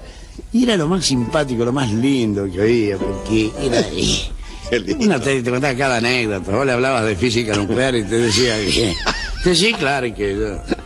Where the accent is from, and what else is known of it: Buenos Aires, Argentina; born or raised there